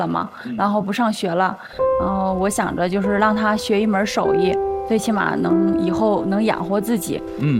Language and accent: Chinese; Xingtai, Hebei, China; 我们来自河北邢台。